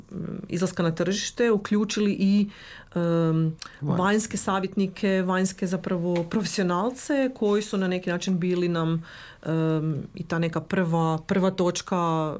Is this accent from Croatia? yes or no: yes; Croatia